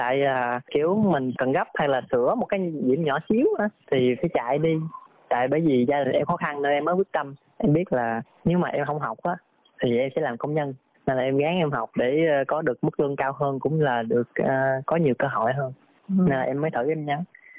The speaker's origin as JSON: {"language": "Vietnamese", "region": "Dong Thap", "country": "Vietnam", "tie": "born or raised there", "moved": "as an adult", "lives_now": "Ho Chi Minh City, Vietnam", "said": "Em quê Đồng Tháp."}